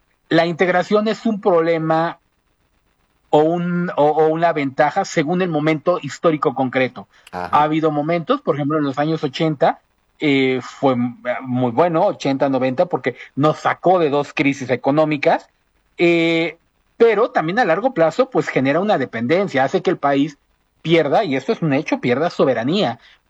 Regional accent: Mexico; y yo lo diré como un mexicano, con todo el dolor de mi corazón, pero efectivamente la economía mexicana está completamente integrada a la economía de los Estados Unidos.

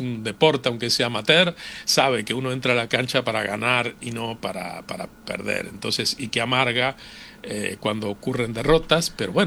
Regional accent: Uruguay; moved away; deciden los ciudadanos que están en Uruguay, no los que estamos afuera

